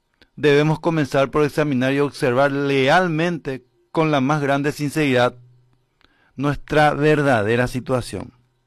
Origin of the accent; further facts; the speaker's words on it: Paraguarí, Paraguay; mi pueblo paraguarí, de la gente que forma parte de mi pueblo de Paraguarí.